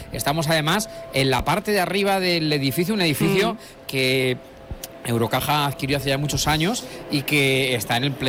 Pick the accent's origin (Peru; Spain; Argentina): Spain; Castilla-La Mancha; yo soy manchego, pero mi vida transcurre entre La Mancha y Toledo.